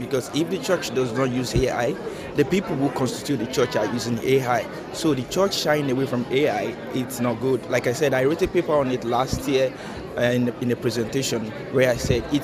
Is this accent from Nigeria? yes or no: yes; Nigeria; moved away as an adult; now in Italy; I'm from Nigeria and I school presently in Italy in Lumsar University.